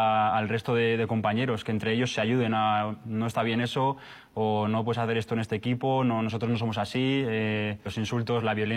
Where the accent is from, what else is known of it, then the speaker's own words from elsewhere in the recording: Navarre, Spain; moved away; Yo soy de Navarra